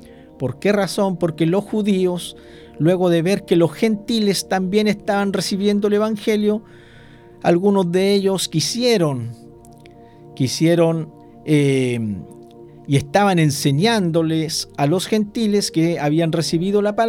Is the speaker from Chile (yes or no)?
yes; Chile; nosotros como chilenos